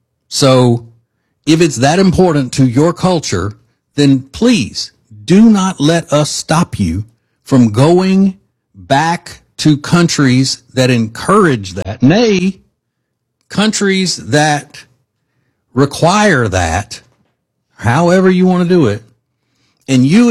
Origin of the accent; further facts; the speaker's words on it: Charlotte, North Carolina, United States; I am from Charlotte, North Carolina.